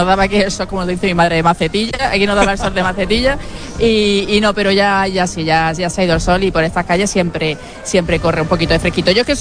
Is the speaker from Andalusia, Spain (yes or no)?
yes; Granada, Andalusia, Spain; como granadina que soy.